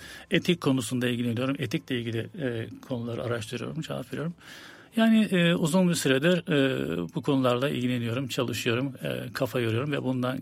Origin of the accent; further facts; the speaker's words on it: Istanbul, Turkey; Ben İstanbul doğumluyum. İstanbul'da doğup büyüdüm. Hayatımın çoğu yıllarını İstanbul'da geçirdim. Üniversiteyi de İstanbul'da okudum.